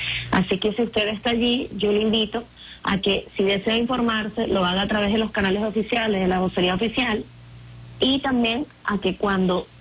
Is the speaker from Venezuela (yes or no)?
yes; Venezuela; la fuerza además que nos une como venezolanos y venezolanas.